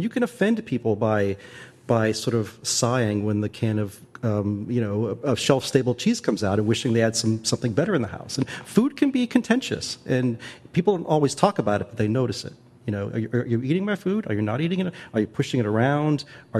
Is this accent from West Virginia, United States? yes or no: yes; Charleston, West Virginia, United States; You know, I grew up in Charleston, West Virginia, and we lived in the suburbs. And you could run around and play, which we did.